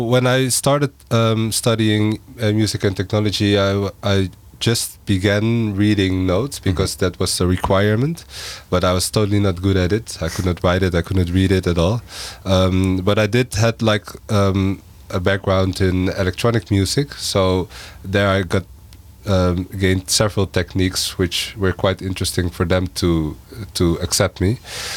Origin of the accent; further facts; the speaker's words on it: Utrecht, Netherlands; I'm from Utrecht.